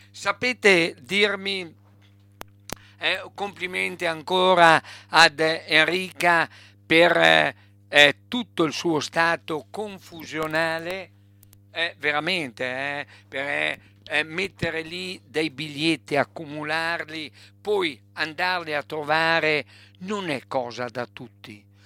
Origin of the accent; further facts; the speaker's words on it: Emilia-Romagna, Italy; born there; non sono nato lì, sono nato in maternità a Salso, ma ho vissuto dal 58 in poi in quel luogo.